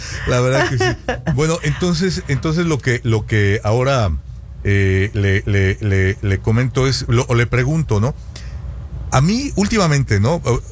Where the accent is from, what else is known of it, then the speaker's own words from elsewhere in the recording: Sonora, Mexico; el yo soy de Sonora y las tortillas de harina son muy populares allá y son deliciosas